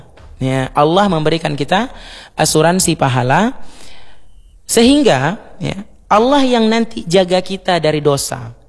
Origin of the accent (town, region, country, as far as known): Aceh, Indonesia; now in Banda Aceh, Indonesia